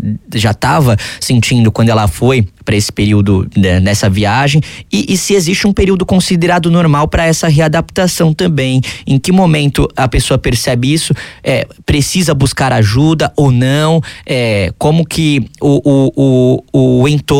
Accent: São Paulo, Brazil; E aí eu sou de São Paulo, em São Paulo aquela loucura, aquela correria

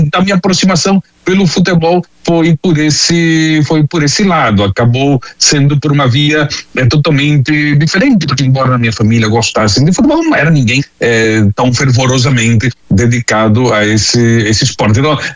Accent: Londrina, Paraná, Brazil; moved away as an adult; now in Argentina; Eu sou brasileiro, moro aqui na Argentina faz 30 anos, quase 31 anos, me criei em Londrina, no Paraná.

